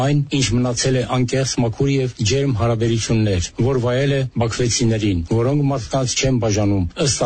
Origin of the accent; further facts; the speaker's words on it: Baku, Azerbaijan; moved away; Ես ամեն ինչ կտայի, որպեսի վերադառնամ Բաքու, իմ մանկության, պատանեկության ու երիտասարդության քաղաք, բայց ոչ ժամանակակից Բաքու։